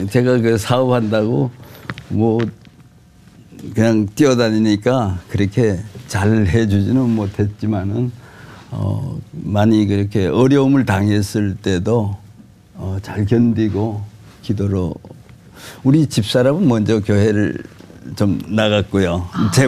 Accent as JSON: {"language": "Korean", "town": "Taebaek", "region": "Gangwon", "country": "South Korea", "tie": "born or raised there"}